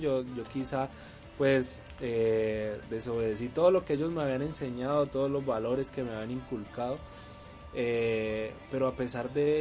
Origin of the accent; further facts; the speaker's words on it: Cali, Valle del Cauca, Colombia; que soy de Cali